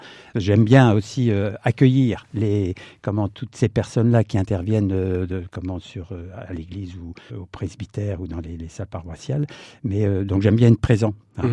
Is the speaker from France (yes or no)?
yes; Nancy, Grand Est, France; moved away as an adult; Je ne suis pas du tout sartois, je suis d'origine de Nancy, de l'Est. Voilà, et il se trouve que mon parcours personnel et professionnel m'ont amené à arriver en Sarthe en 88.